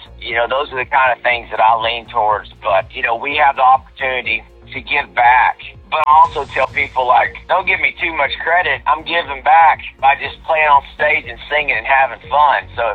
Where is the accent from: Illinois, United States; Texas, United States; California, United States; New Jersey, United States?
Texas, United States; Amarillo; I'm blessed that I had such a wonderful mom in Amarillo. My mom was a school teacher. My daddy's a disabled veteran, but he was also a custodian, so I cleaned a lot of toilets there in Amarillo